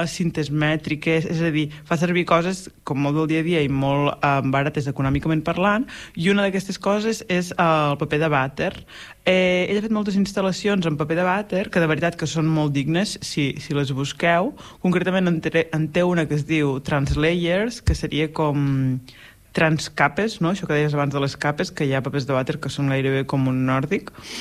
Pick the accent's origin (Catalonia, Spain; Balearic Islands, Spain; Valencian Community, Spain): Catalonia, Spain; Blancafort; born or raised there